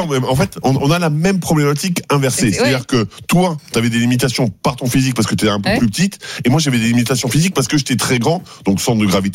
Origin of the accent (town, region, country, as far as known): France